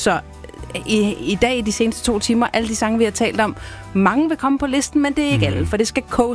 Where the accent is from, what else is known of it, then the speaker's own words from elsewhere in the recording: Bornholm, Capital Region of Denmark, Denmark; Det er det sted, mit hjerte bor, hvor jeg har brugt mange, mange, mange vigtige år, hvor jeg er vokset op, nemlig på den dejlige Solskinsø.